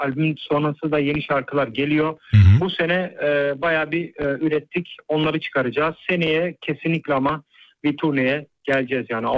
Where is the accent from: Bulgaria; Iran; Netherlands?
Netherlands; moved away as an adult; also born or lived in Düsseldorf, Germany; now in Istanbul, Turkey; Hollanda doğma büyüme. Şu an İstanbul'dayım. Burada yaşıyorum.